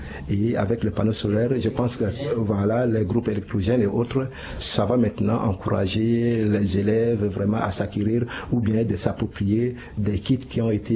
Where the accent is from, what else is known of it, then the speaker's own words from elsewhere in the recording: Central African Republic; Et aujourd'hui, chez nous, en République centrafricaine, nous sommes à le stade de 2.0